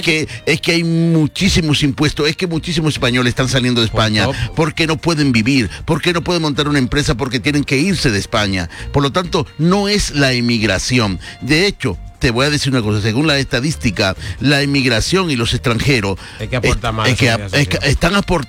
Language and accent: Spanish; Dominican Republic; now in Spain; yo como dominicano, nacionalizado, español